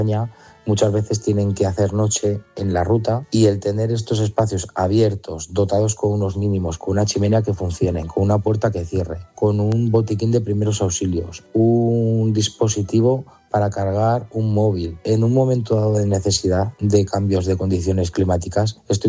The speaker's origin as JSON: {"language": "Spanish", "town": "Zaragoza", "region": "Aragon", "country": "Spain", "said": "nosotros somos todos de Zaragoza, salimos un viernes de Zaragoza y el domingo regresamos con el trabajo hecho."}